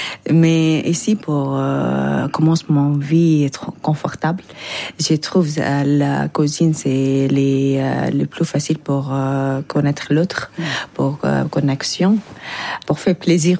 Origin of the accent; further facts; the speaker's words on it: Lebanon; French is a second language; Oui, je suis libanaise et mon ex-mari est syrienne. J'aime beaucoup les deux cuisines et je mélange les deux cuisines.